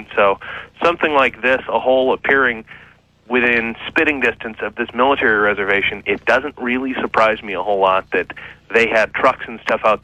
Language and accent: English; Yakima, Washington, United States; now in Kirkland, United States; Yeah, not only from Kirkland, I've only been over on my side of the mountains for a little while, but born and bred in Yakima and a graduate of Central Washington University.